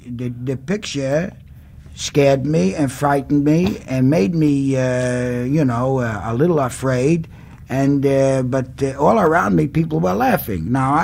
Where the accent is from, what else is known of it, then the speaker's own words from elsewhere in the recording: Schenectady, New York, United States; also born or lived in Russia; I am from Schenectady, New York.